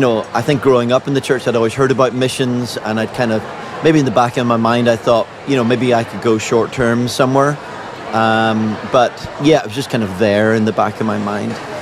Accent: Northern Ireland, United Kingdom; moved away as an adult; also born or lived in Papua New Guinea; I was privileged to grow up in a Christian family here in Northern Ireland

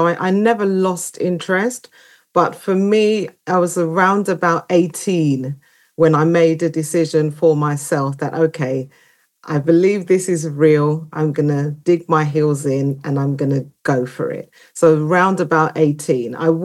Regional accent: London, United Kingdom; now in Croydon, United Kingdom; born and bred in East London. So right. Technically, I'm an East London girl

